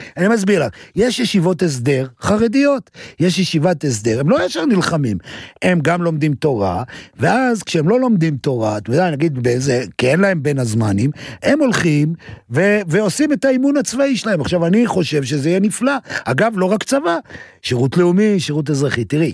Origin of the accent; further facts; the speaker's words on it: Safed, Northern District, Israel; אני פה 200 שנה בארץ … בירושלים, כאילו, ישוב ישן, פרושים, אני מצפת